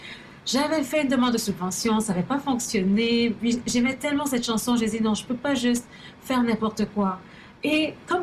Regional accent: Quebec, Canada; born there; qui sont parfois nées au Québec comme moi, mais de parents qui viennent d'ailleurs. Et dans ces cas-là, on est vraiment les deux. On n'est pas la moitié d'un, la moitié de l'autre. On est vraiment comme, dans mon cas, je suis haïtienne, je suis québécoise.

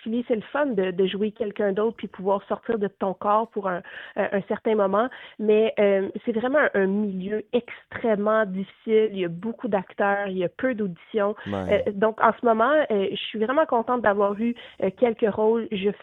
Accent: Ottawa, Ontario, Canada; j'étais née à Ottawa puis j'ai grandi à Ottawa

